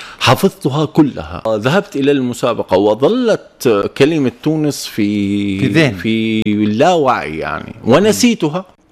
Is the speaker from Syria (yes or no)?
yes; Salamiyah, Hama Governorate, Syria; moved away as an adult; now in Tunisia; شاركت في مسابقة لإلقاء الشعر في مدينتي سلمي.